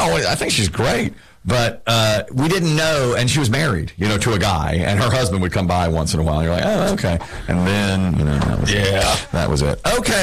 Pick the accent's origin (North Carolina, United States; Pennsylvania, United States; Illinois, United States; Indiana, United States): North Carolina, United States